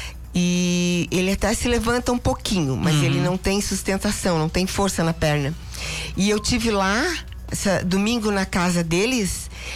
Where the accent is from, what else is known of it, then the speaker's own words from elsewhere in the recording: São Joaquim, Santa Catarina, Brazil; nós somos aqui de São Joaquim 7 pessoas